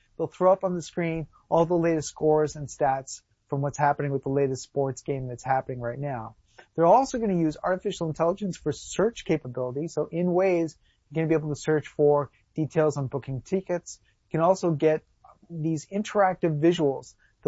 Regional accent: Canada; And yes, it's weird being Canadian because we're kind of in between the UK and the American experience.

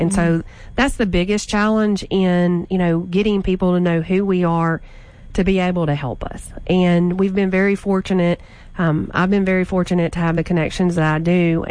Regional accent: Logansport, Louisiana, United States; So we're going to Logansport tomorrow, which is my hometown

